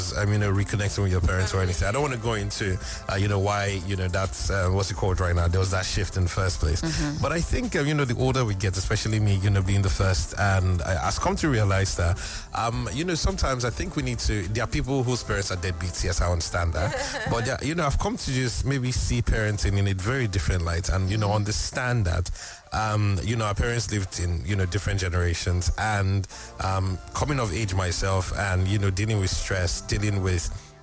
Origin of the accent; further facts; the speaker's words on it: Edo, Nigeria; I'm from Edo actually